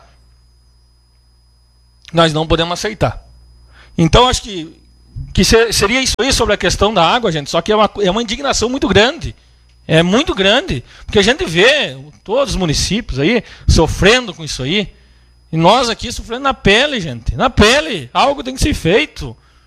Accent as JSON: {"language": "Portuguese", "town": "Fontoura Xavier", "region": "Rio Grande do Sul", "country": "Brazil", "tie": "born or raised there", "said": "lá na Vila Cis, lá onde eu nasci, onde eu me criei, lá onde eu cresci"}